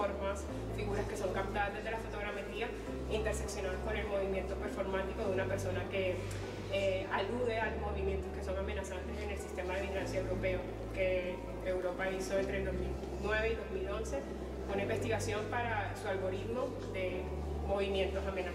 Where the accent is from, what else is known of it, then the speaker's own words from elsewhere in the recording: Colombia; soy de Colombia.